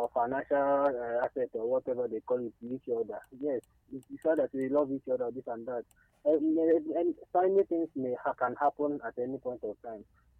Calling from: India; I'm calling from India.

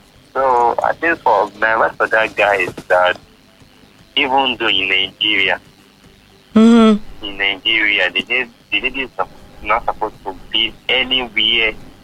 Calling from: Canada; I'm calling from Canada.

